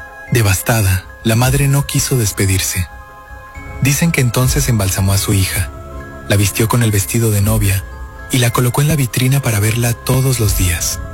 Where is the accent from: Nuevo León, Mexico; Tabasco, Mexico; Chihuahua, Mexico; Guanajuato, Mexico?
Chihuahua, Mexico; los que crecimos en Chihuahua